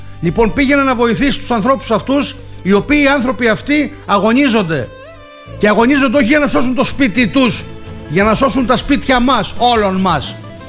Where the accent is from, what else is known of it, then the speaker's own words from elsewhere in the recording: Greece; για μένα σαν Έλληνας?